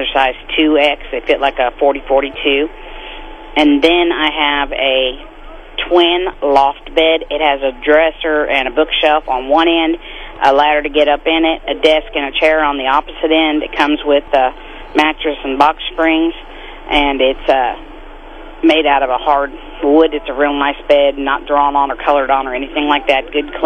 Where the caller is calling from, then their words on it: Marshall, Missouri, United States; Hi, I'm calling from Marshall.